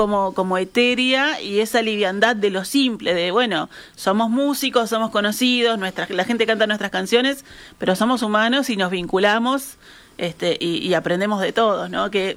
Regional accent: Uruguay; Tiene que estar bueno el mate, porque soy uruguayo

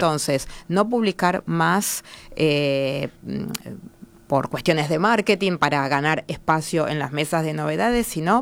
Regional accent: Argentina

